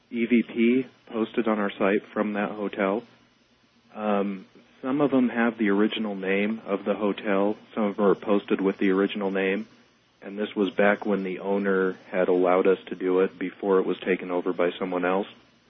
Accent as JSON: {"language": "English", "town": "Ogden", "region": "Utah", "country": "United States", "said": "We're from Ogden."}